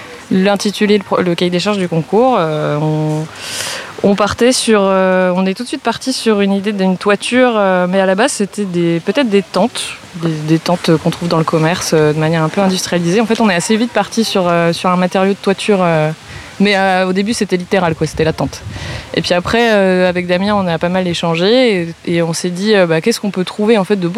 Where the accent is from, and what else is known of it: Grand Est, France; now in Nantes, France